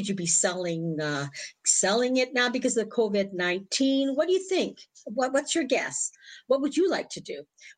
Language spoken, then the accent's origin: English; Ontario, Canada; So we're very eager from Ontario, Canada, hear from you from Arizona.